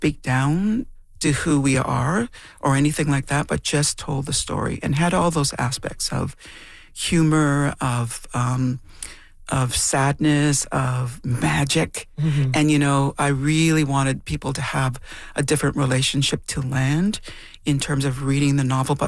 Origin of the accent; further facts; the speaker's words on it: Temagami, Ontario, Canada; When I grew up in Temagami, in Northern Ontario, but I think this is true for all across Canada, really, at the time, was, I was really wanting to find books that were about Indigenous people